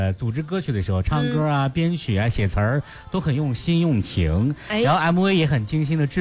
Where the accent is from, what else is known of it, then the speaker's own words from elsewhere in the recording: Shanxi, China; 午休对于我们山西人来说特别是很重要的一点啊